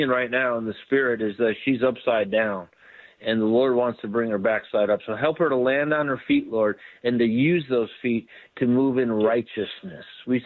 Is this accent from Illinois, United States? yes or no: yes; Palatine, Illinois, United States; I grew up in Palatine up north